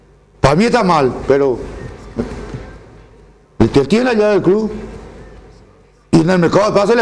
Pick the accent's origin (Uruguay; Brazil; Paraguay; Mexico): Paraguay; Si vos hablas como paraguayo nomás, hablas guaraní, nadie te hace caso. En Cerro nadie te hace caso. Vos te vas y decís, y hablas en guaraní, o hablas en nuestro castellano, o como es nuestro idioma mezclado.